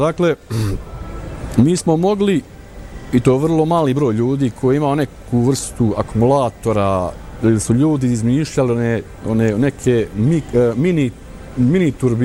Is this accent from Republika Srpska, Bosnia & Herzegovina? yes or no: yes; Srebrenica, Republika Srpska, Bosnia & Herzegovina; Kod nas u Srebrenicu, znam da je došla jedna ekipa BBC-a 93. ili 4. godine, ja sam baš s njima radio taj dan kao prevodlac.